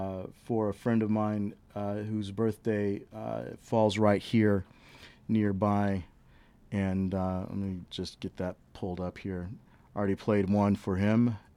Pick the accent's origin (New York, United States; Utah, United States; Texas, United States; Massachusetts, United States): Texas, United States; born or raised there